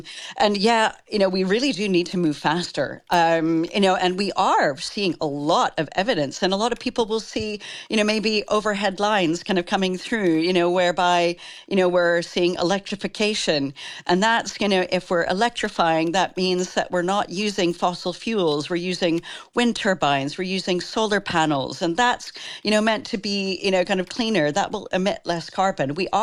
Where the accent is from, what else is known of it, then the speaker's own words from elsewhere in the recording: Canada; I'm from Canada.